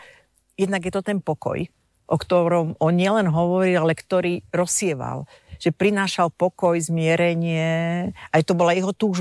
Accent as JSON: {"language": "Slovak", "town": "Piešťany", "region": "Trnava Region", "country": "Slovakia", "tie": "born or raised there", "said": "Pochádzam z Piešťan, tam som sa narodila a tam som aj žila."}